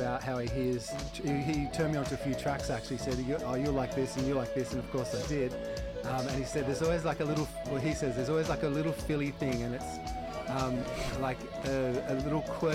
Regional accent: Sydney, New South Wales, Australia; born there; moved away as an adult; also born or lived in Newcastle / Brisbane; it's still considered my hometown

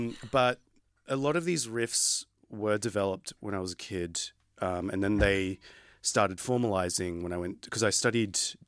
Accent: Western Sydney, New South Wales, Australia; moved away as an adult; also born or lived in Berlin; I'm from the West. Like, come on. Sorry, Shadow of the Blue Mountains. You know, birthplace

